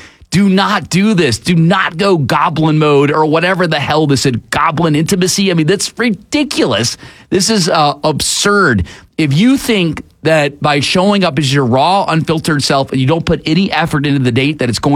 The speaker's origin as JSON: {"language": "English", "country": "United States", "said": "as an American"}